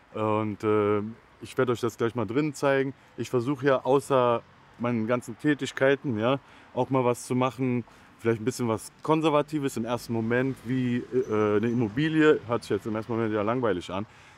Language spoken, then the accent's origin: German; Cologne, North Rhine-Westphalia, Germany; mit dem Malik bin ich zusammen aufgewachsen in Köln-Kalk